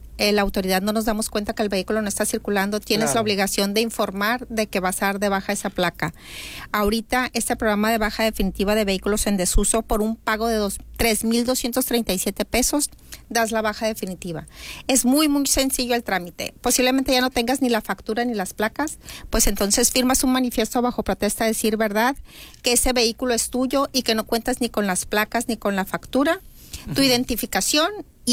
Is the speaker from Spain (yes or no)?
no; Sinaloa, Mexico